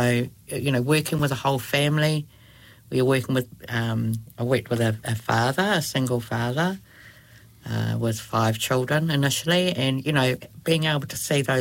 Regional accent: Christchurch, Canterbury, New Zealand; born there; also born or lived in Nelson / Wellington / Sydney; I was born in Christchurch. I've lived in Nelson, Wellington and Sydney, but come back to Christchurch because this is my place.

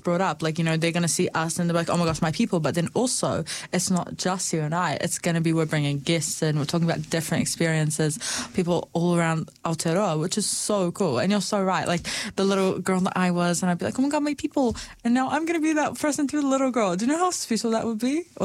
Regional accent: Hebron, West Bank, Palestine; also born or lived in Dunedin, New Zealand; now in New Zealand; born in Dunedin, but I hail from Palestine. From Hebron, West Bank. I love it there.

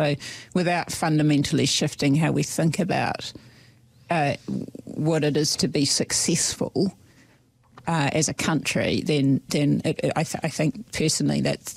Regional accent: Christchurch, Canterbury, New Zealand; born or raised there

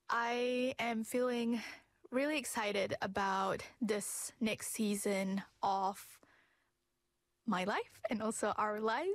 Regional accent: Malaysia; now in New Zealand; It is not something that is surprising, I'm sure, as a Malaysian living here in Aotearoa.

